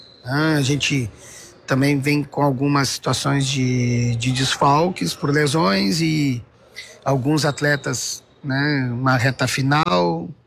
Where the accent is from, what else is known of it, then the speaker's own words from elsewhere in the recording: Rio Grande do Sul, Brazil; Nós aqui que somos gaúchos